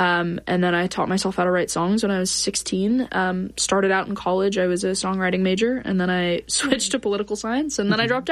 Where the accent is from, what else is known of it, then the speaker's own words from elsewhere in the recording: Granite City, Illinois, United States; So I grew up in Granite City, Illinois, which is this tiny little steel mill town right outside of St. Louis.